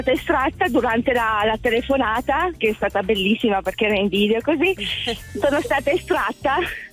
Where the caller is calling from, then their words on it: Mondovì, Piedmont, Italy; Chiamo da Mondovì.